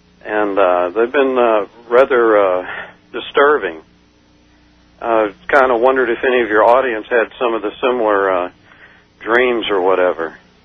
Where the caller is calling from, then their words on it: Mobile, Alabama, United States; This is … from Mobile, Alabama.